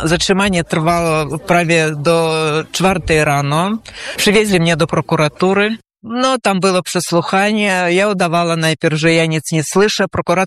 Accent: Belarus; now in Poland; Ja jestem, no trochę w stronę odejdę, ja jestem Polką uciekinierką z Białorusi. Już 5 lat mieszkam w Polsce.

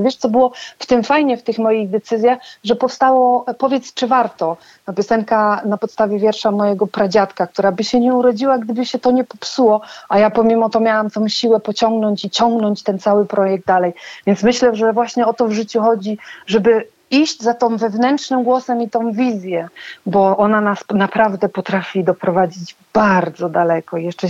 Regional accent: Wuppertal, North Rhine-Westphalia, Germany; moved away as an adult; also born or lived in Croatia / Madrid; now in Pomerania, Poland; Ja mieszkałam, raczej dorastałam w Wuppertalu. Mieszkałam później też w Chorwacji, w Madrycie, dobra, ale obecnie jestem w Polsce i już stąd się nie wybieram.

